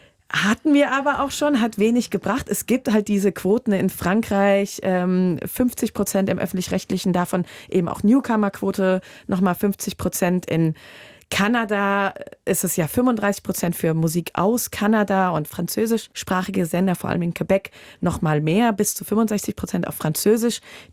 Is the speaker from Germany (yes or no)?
yes; Hesse, Germany; Und ja, als Hessin meine ich auch Südhessisch.